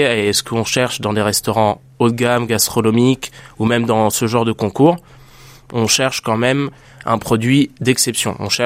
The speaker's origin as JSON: {"language": "French", "country": "Italy", "said": "J'ai décidé de la nommer ricotta parce que je suis italien et je trouvais que la texture, ça rappelait la ricotta."}